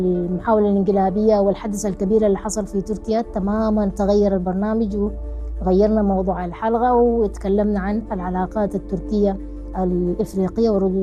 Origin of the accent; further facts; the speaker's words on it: Sudan; now in Turkey; أنا من السودان